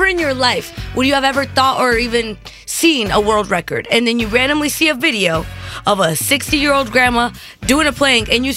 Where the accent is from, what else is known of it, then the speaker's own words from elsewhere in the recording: United States; I'm American as well.